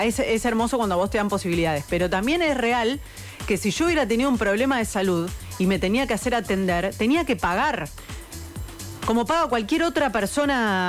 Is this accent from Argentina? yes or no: yes; Argentina; nosotros, como ser argentinos, residente